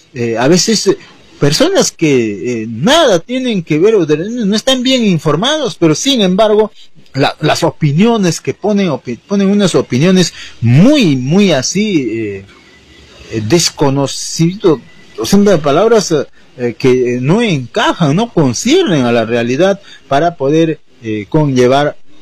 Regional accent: Ricrán district, Jauja province, Junín, Peru; moved away; yo soy del distrito de Arricrán, de su anexo Tambillo, así se llama el lugar de donde yo he procedido

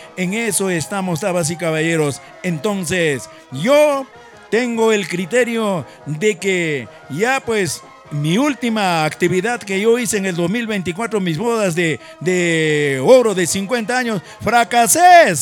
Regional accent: Peru; moved away; Cuando yo estudiaba en mi tierra de Collahuasi primaria, en esos tiempos de la década del 60

